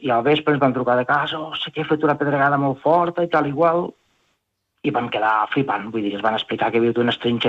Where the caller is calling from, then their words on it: Tàrrega, Catalonia, Spain; aquí, a Tàrrega